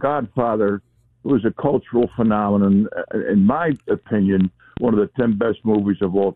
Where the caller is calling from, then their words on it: New Jersey, United States; from New Jersey.